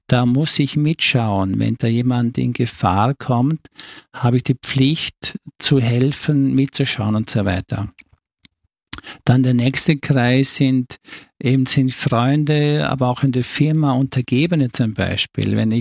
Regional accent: Vorarlberg, Austria

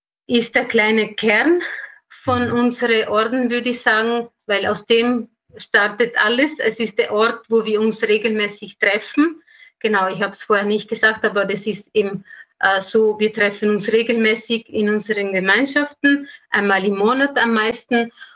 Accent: Italy; German is a second language; now in Austria; muss sagen, man hat vielleicht aus meiner Sprache gemerkt, dass ich nicht Österreicherin bin, sondern bin Italienerin. Und in Italien, das OFS ist sehr bekannt.

